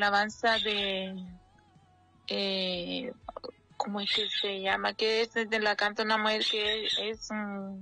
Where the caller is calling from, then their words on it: Sabana Grande, Francisco Morazán, Honduras; Aldea Sabana Larga, pertenece a Sabana Grande.